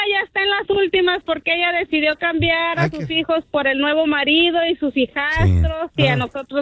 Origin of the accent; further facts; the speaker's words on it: Mexico; pues, con orgullo soy mexicana 100%